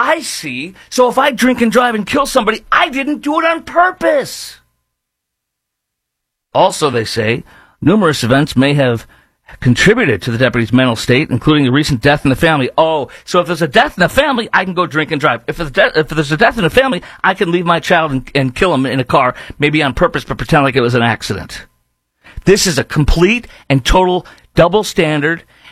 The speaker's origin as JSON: {"language": "English", "town": "Chicago", "region": "Illinois", "country": "United States", "tie": "born or raised there", "said": "my hometown of Chicago"}